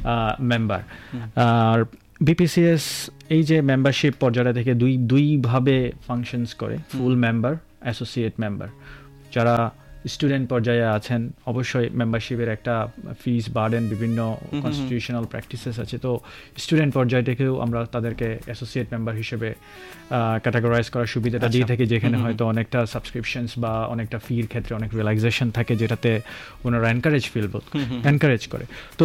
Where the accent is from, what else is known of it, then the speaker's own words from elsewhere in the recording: Bangladesh; now in Brisbane, Australia; আমরা তো আফটারঅল বাংলাদেশি